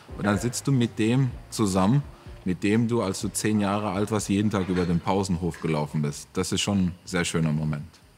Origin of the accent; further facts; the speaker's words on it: Armenia; Er hat mich gefragt, was bist du? Habe ich gesagt, Armenier.